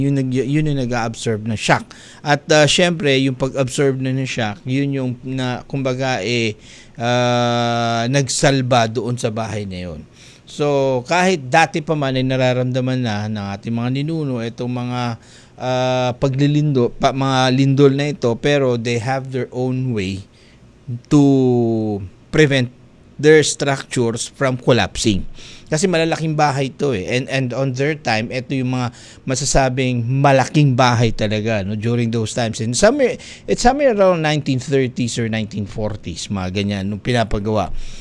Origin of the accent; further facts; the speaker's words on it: Marantao, Lanao del Sur, Philippines; which is in Marawi City, or rather in Lanao del Sur, in Marantao, in my hometown